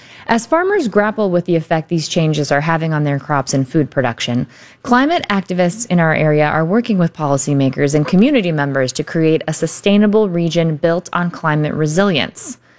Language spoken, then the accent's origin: English; Perry Township, Ohio, United States; born or raised there